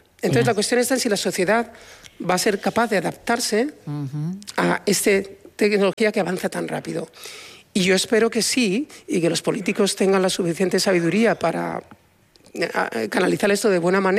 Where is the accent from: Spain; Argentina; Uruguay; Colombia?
Spain; now in United States; Hay un italiano, dos chinos, yo soy español, uno turco.